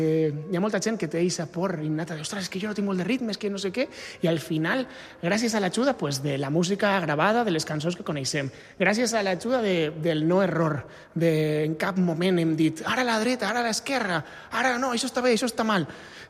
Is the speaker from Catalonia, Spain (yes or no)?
no; Mascarell, Valencian Community, Spain; sóc de Mascarell, que és un poblet molt petit a Castelló, a València.